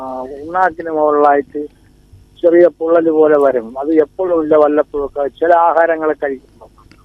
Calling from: Pothencode, Kerala, India; പോത്തങ്കോട് നിന്നാണ് വിളിക്കുന്നത്.

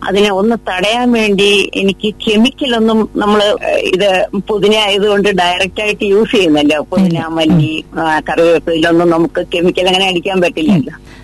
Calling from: Ulloor, Kerala, India; ഉള്ളൂരിൽ നിന്നാണ് സംസാരിക്കുന്നത്.

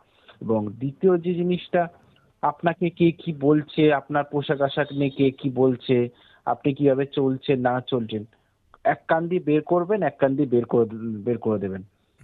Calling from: Kolkata, West Bengal, India; আমি কলকাতার থেকে

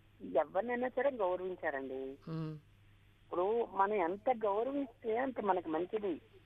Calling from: Kakinada, Andhra Pradesh, India; నేను కాకినాడ నుంచి చేస్తున్నానండి.

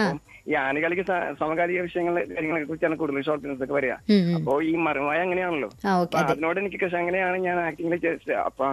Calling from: Vayalar, Kerala, India; ഞാൻ വയലാർ നീലിമംഗലത്തിൽ നിന്നാണ്.

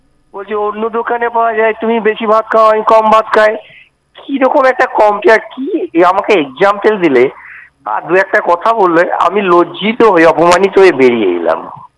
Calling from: West Bengal, India; West Bengal Birbhum থেকে

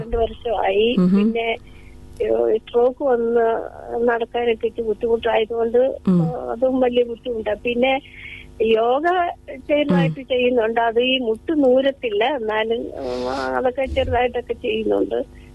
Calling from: Sooranad, Kerala, India; Kollam Sooranad വയ്യാങ്കരയിൽ

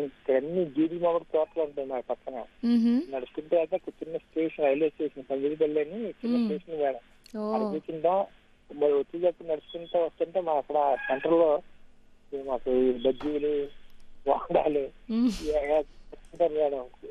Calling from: Andhra Pradesh, India; మాది చీరాల దగ్గర కొత్త పందిళ్ళ పెళ్లి మేడం, చిన్న ఊరు అది.

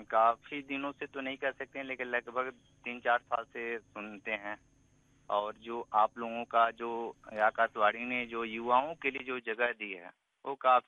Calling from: Varanasi, Uttar Pradesh, India; हम तो बनारस से ही हैं।

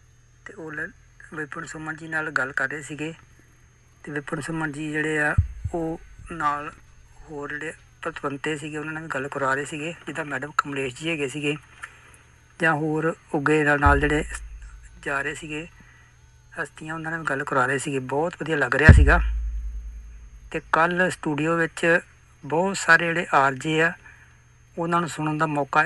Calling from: Amritsar, Punjab, India; ਮੈਂ ਅੰਮ੍ਰਿਤਸਰ ਤੋਂ

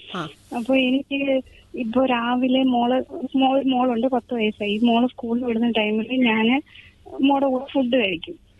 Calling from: Kollam, Kerala, India; കൊല്ലത്തുനിന്ന്

